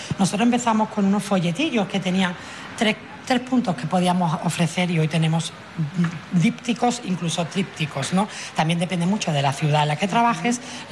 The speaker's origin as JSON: {"language": "Spanish", "region": "Ceuta", "country": "Spain", "said": "Venimos desde Ceuta y mi papá está bastante mal."}